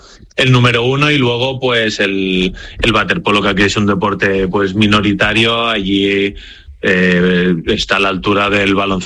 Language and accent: Spanish; Spain; La verdad que yo soy español, iré con España